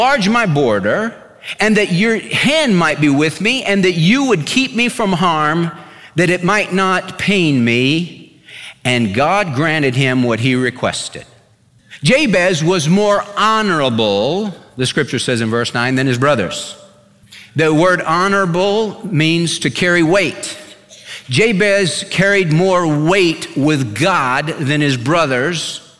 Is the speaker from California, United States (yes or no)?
yes; California, United States; When I was a little kid, we had a pool in my backyard growing up in California. I was the fifth of six kids